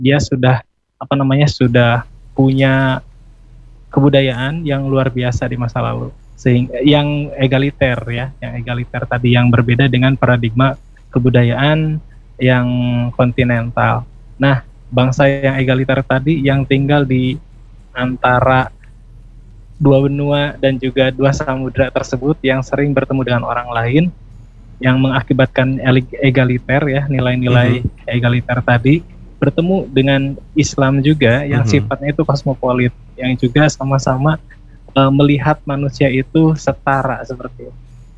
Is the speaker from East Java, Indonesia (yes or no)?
no; Semarang, Central Java, Indonesia; Kalau kita orang Semarang kan kita lihat lautan tiap hari lah seperti kurang lebih.